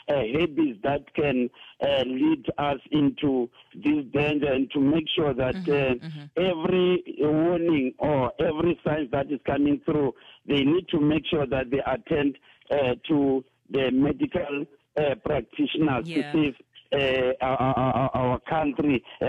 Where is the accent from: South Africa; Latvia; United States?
South Africa; We know we are not immune to any disease as South African and the world, because we are interdependent.